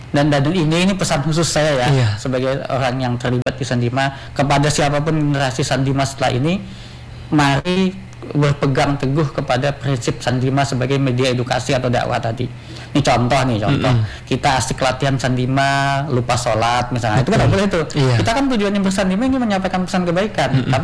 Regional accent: Banjar, South Kalimantan, Indonesia; born there; saya memang asli Banjar, ya, asli Banjar sama Rita juga

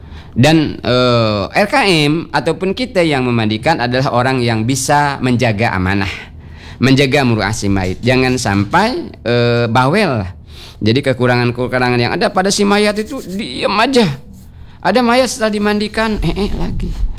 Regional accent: Bangka Belitung Islands, Indonesia; Wajahnya ketak, kata kita orang Bangka, yang terbuka, enggak boleh ditutup, ya.

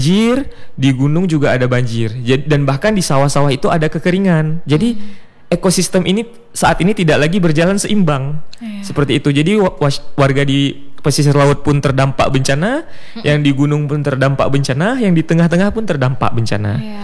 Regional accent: Cot Girik, Aceh, Indonesia; kita juga buat community empowerment di desa saya. Di Aulahop, Cot Girik, Kabupaten Aceh Utara.

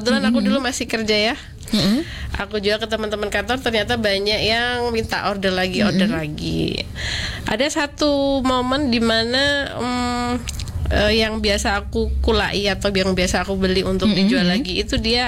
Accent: Klaten, Central Java, Indonesia; moved away; Jadi aku aslinya bukan Palembang ya. Aku aslinya Klaten, Jawa Tengah

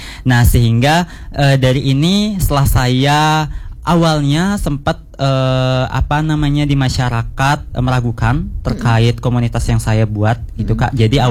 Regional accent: Menyali, Bali, Indonesia; tradisi atau tarian yang dari desa saya sendiri

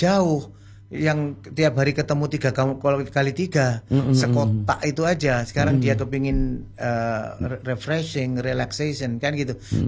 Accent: Karangploso, East Java, Indonesia; Jadi saya di Karangploso juga, daerah yang mulai berkembang sebenarnya, salah satu di Kabupaten Malang yang berkembang.

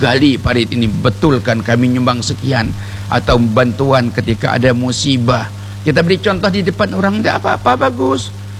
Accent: Bangka Belitung Islands, Indonesia; kami juga orang Bangka, masih jauh

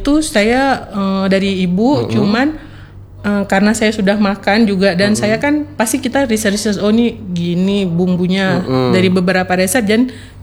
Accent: Aceh, Indonesia; also born or lived in Jakarta; Condet itu kan emang Arab semua, Arab tapi semua, kita nih Aceh gitu.

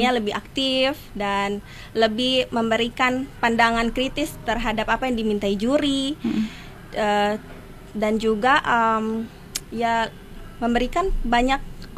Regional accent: Maluku, Indonesia; Ketika saya berani untuk menyampaikan kondisi kualitas pendidikan di daerah saya sendiri, dan di mana saya menarik perhatian teman-teman Pulau Jawa, yang mereka tuh sebelumnya tidak tahu Maluku tuh seperti apa.

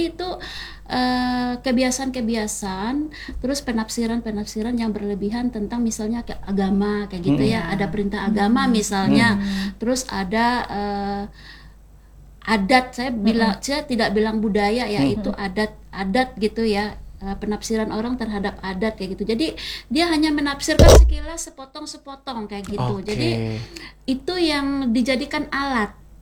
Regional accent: Central Kalimantan, Indonesia; saya sebagai orang Kalteng sendiri

